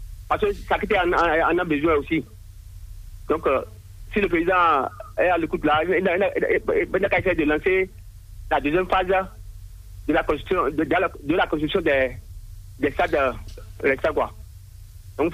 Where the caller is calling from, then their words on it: Sakété, Plateau, Benin; Moi, je vis dans la commune de Sakété.